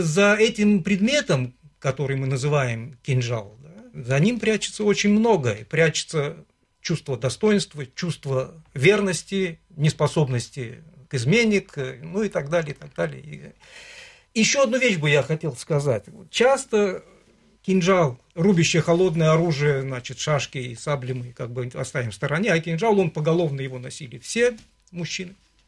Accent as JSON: {"language": "Russian", "town": "Khurukra", "region": "Dagestan", "country": "Russia", "tie": "born or raised there", "said": "Да. Да. Мое родное село."}